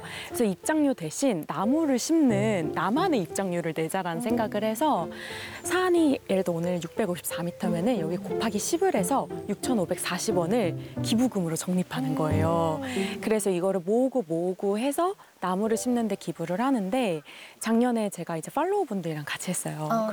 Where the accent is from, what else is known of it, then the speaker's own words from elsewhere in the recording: South Korea; 어렸을 때부터 그 북한산에 살았었거든요. 그래서